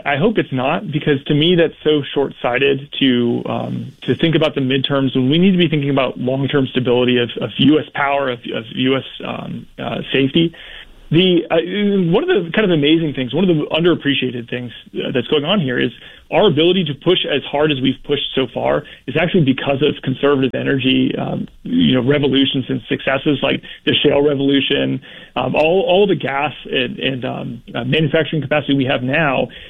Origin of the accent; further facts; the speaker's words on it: United States; I think that's offensive to me as an American as we go into our 250th anniversary